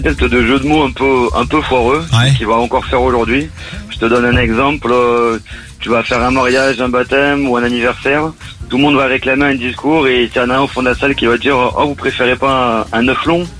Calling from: La Destrousse, Provence-Alpes-Côte d'Azur, France; Je suis donc des Bouches-du-Rhône, à un petit village qui s'appelle La Détrousse.

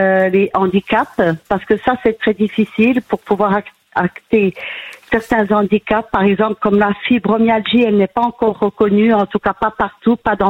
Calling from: Montbéliard, Bourgogne-Franche-Comté, France; J'habite à Montbéliard, exactement.

